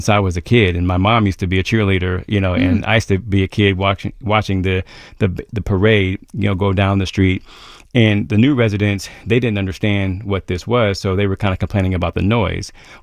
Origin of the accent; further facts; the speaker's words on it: Columbus, Ohio, United States; also born or lived in Virginia / New York City; Coincidentally, I now live on the same street that I grew up on. I'm from Columbus, as you know, and I went to high school in Virginia, college in New York City.